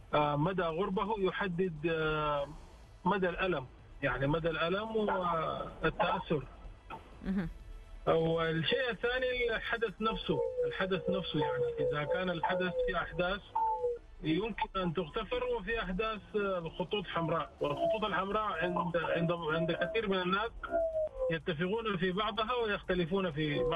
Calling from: Riyadh, Riyadh Province, Saudi Arabia

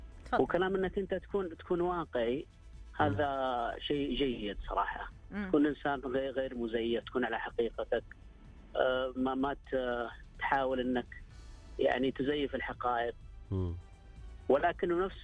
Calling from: Dammam, Eastern Province, Saudi Arabia; من الدمام.

